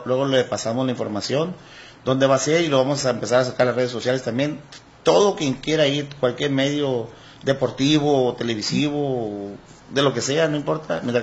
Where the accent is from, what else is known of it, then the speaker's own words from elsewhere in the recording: Culiacán, Sinaloa, Mexico; now in Mexicali, Mexico; Yo soy criado en Culiacán, Sinaloa.